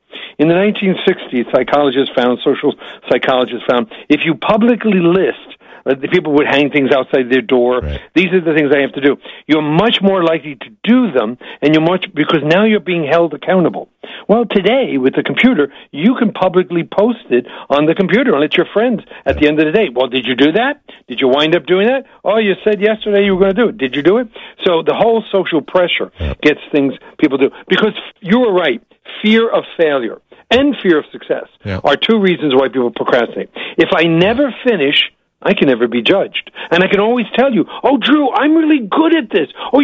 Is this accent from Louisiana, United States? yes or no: no; New York, United States; One of them, and I talk fast. I'm from New York, so I can do this.